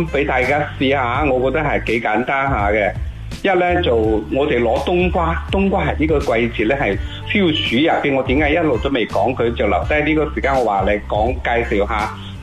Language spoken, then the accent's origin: Cantonese; Foshan, Guangdong, China